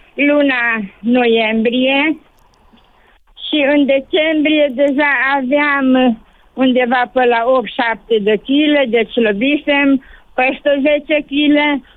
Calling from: Arad, Arad County, Romania; din Arad.

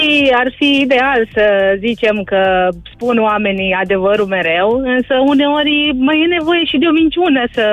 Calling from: Arad, Arad County, Romania; sunt din Arad.

